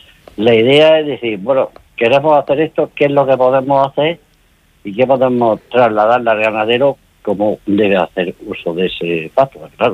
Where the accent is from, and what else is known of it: Andalusia, Spain; now in Region of Murcia, Spain